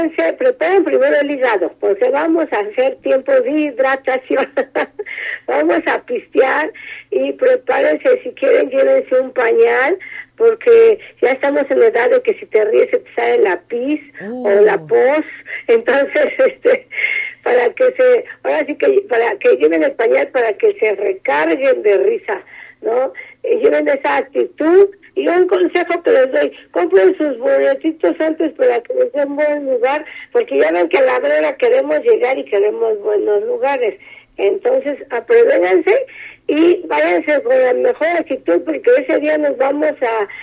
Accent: Mexico City, Mexico; born there; Yo soy nacida acá de la Ciudad de México.

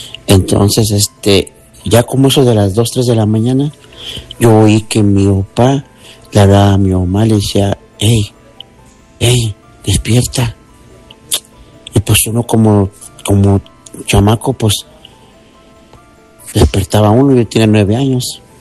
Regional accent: Apizaco, Tlaxcala, Mexico; now in Arkansas, United States; Tenía yo 9 años, ya en Apizaco. Yo soy originario de Apizaco, Cerrito de Guadalupe. Entonces tenía 9 años y en ese tiempo vivíamos con mi abuelita.

